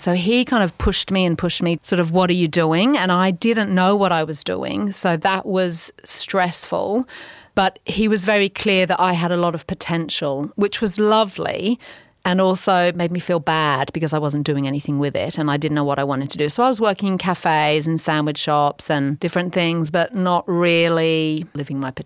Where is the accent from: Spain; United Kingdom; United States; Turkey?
United Kingdom; England; And I thought, oh, I'm English. It's kind of an English culture. I'll be all right.